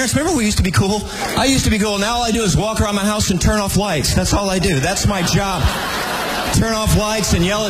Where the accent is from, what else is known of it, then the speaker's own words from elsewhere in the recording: Midwest, United States; I'm from the Midwest. We always say that real quick.